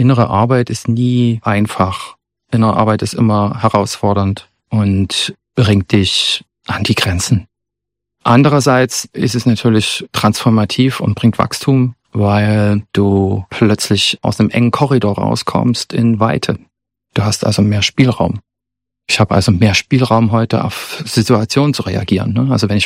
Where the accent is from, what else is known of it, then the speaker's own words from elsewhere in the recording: Zittau, Saxony, Germany; now in Dresden, Germany; dass natürlich die psychische Unterstützung da, wo ich herkomme, ganz anders ist als in Dresden. Ich habe in Dresden viel schneller Therapie gefunden als noch in Zittau und hatte da in Zittau überhaupt gar keine Ressource dafür.